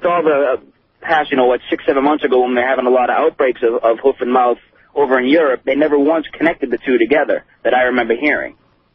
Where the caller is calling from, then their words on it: Fort Lauderdale, Florida, United States; in Fort Lauderdale.